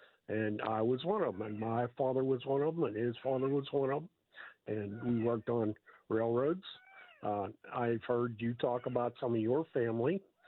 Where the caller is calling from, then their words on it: Sharon, Pennsylvania, United States; And yes, I am calling from Sharon, Pennsylvania